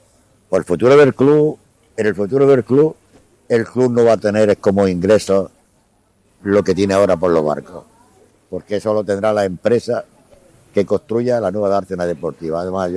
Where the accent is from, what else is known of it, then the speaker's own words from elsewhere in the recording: Motril, Andalusia, Spain; soy un motrileño, que nací en Motril, en la calle Canteras, en el año 1941, que he vivido en Motril siempre, prácticamente, siempre he vivido en Motril, y es una ciudad a la que quiero, que es la que llevo en mi alma y en mi corazón